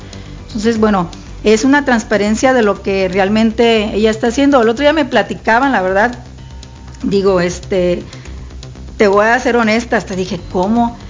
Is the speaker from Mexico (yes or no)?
yes; Colima, Mexico; yo soy del municipio de Colima